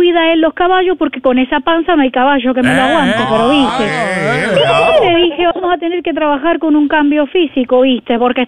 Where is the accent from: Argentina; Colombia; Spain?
Argentina; Soy argentino de la cuna hasta el cajón.